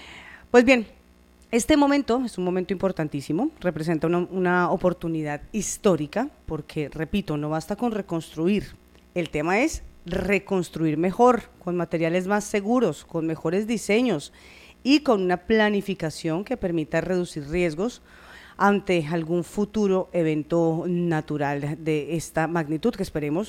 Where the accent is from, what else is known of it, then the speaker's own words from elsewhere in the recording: Colombia; somos colombianos, somos familia